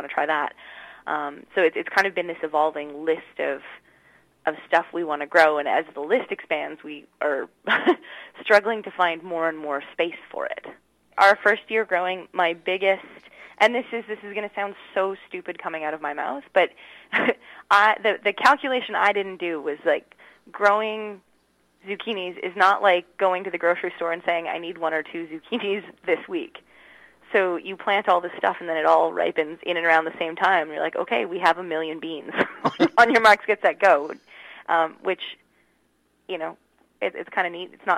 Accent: Tsawwassen, British Columbia, Canada; I grew up in Tawasin, where you know all your neighbors, you chat with everybody, and now I live in the city

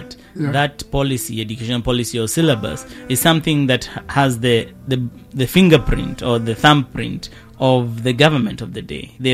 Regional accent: Kenya; We call it shrub in right. Kenya, where you can't pronounce the English word very well

